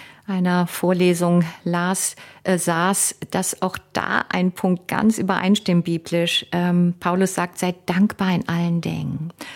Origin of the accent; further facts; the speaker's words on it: Cologne, North Rhine-Westphalia, Germany; Ja, zum Beispiel für mich als Kind in Köln aufgewachsen, der Karneval, dass ich als Kind mich nicht verkleiden durfte, weil das war verpönt.